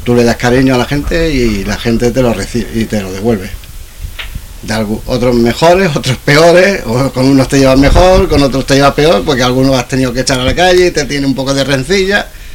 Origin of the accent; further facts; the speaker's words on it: Villena, Valencian Community, Spain; Somos de Viena.